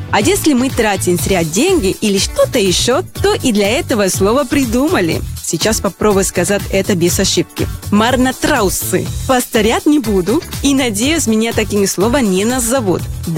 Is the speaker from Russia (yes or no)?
no; Venezuela; Russian is a second language; now in Belarus; я приехала в Беларусь из Венесуэлы. Приехала и осталась, и мне очень много здесь нравится, в том числе белорусский язык.